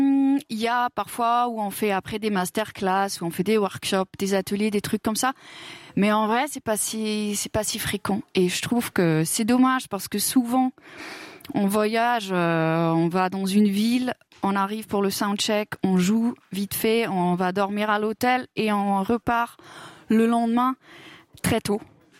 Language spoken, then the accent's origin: French; Lucerne, Switzerland; Et par exemple, chez moi à Lucerne, il n'y a pas ça.